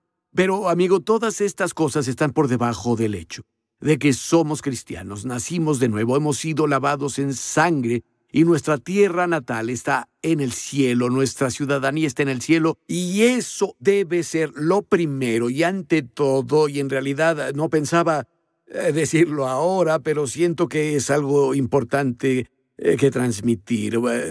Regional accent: Ireland; Sí, soy irlandés

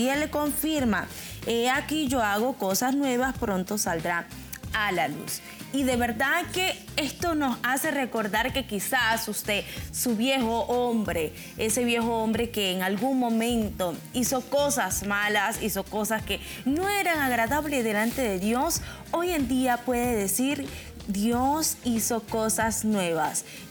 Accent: Panama; aún nuestro Panamá puede decir que es un país totalmente libre

